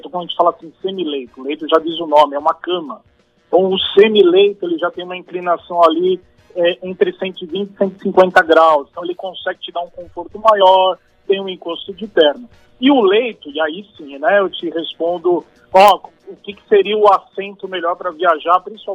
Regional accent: São Paulo, Brazil; Eu que sou de São Paulo

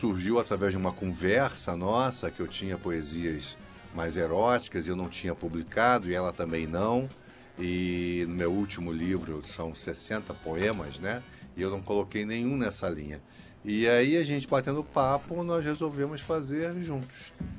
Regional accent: Niterói, Rio de Janeiro, Brazil; Eu sou de Niterói.

